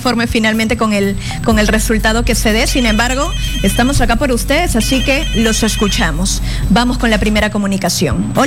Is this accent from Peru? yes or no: yes; Peru